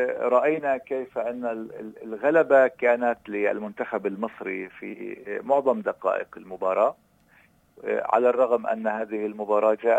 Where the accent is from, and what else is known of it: Palestine